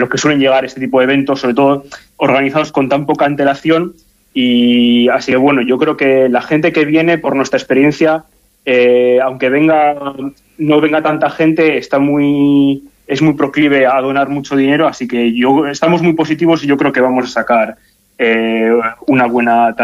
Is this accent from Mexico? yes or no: no; Spain; now in Denmark; sobre todo lo que organizamos somos españoles